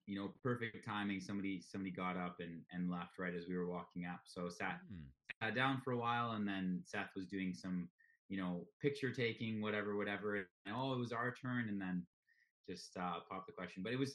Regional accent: Lethbridge, Alberta, Canada; And then did most of my growing up in Lethbridge.

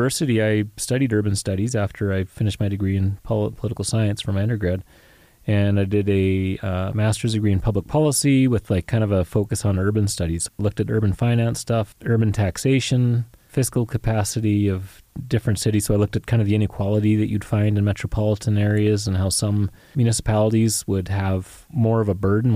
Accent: Prince George, British Columbia, Canada; moved away; I lived like an hour out of Prince George, middle of nowhere, and went to Beaverly Elementary School and then College Heights. So I grew up in Prince George, but I guess only became like an actual taxpayer in 2017.

